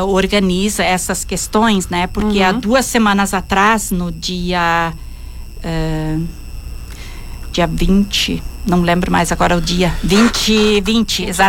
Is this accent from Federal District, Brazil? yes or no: no; Rio Grande do Sul, Brazil; E como eu sou do Rio Grande do Sul, então a editora escolheu Gramado.